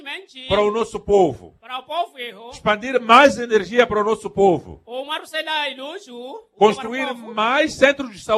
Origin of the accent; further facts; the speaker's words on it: Mozambique; Dói para todos nós como moçambicanos. Porque somos um único país, um único povo, unido do Rovuma ao Maputo.